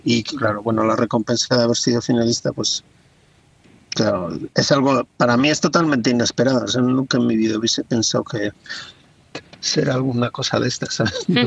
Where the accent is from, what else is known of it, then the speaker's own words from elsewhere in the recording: Valladolid, Castile and León, Spain; moved away as an adult; also born or lived in Balearic Islands; now in Guardo, Spain; yo creo que soy el típico de Valladolid.